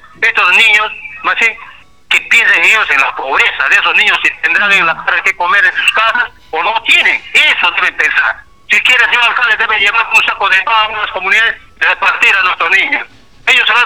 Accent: this district, Junín, Peru; yo tengo 58 años viviendo acá en este distrito, mi pueblo, mi lugar de nacimiento original de acá.

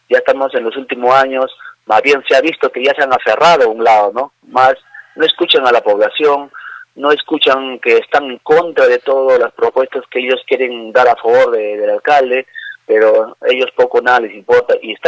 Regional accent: Inclán, Tacna, Peru; yo ya estoy años desde que nací aquí en Inclán

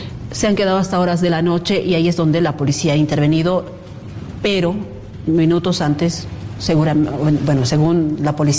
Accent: Salta, Argentina; Somos salteños.

